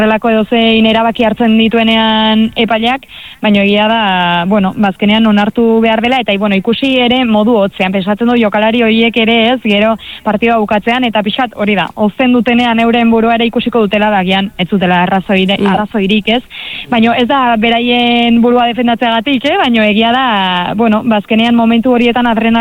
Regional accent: Lesaka, Navarre, Spain; aspaldiko kontua da, baino nire herrian, Lesakan, oroitzena ez

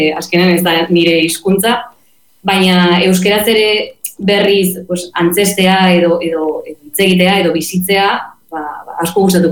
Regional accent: Vitoria-Gasteiz, Basque Country, Spain; moved away as an adult; now in Barcelona, Spain; Bai, Gasteiztarra naiz, baina duela mala urte etorri nintzen Bartzelonara ikastera, eta momentu zemendik nabil, baina bueno, nik beti esaten dut Gasteiztarra naizela eta euskalduna naizela

